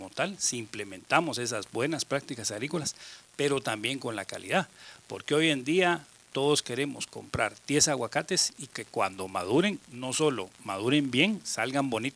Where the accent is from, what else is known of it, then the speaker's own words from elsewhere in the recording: Guatemala; como guatemaltecos, tenemos que seguir confiando y creyendo en nuestro propio país